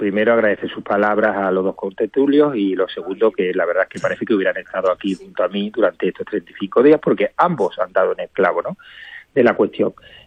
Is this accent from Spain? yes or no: yes; Ceuta, Spain; Los ceutíes, y ahora hablo más en el plano de ciudadano, nos hemos sentido y nos seguimos sintiendo muy huérfanos de Estado.